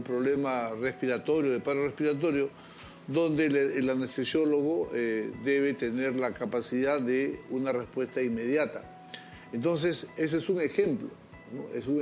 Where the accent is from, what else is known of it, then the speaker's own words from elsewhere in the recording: Peru; no tocaré las puertas para presentar como peruano, como ciudadano, una salida a estos problemas.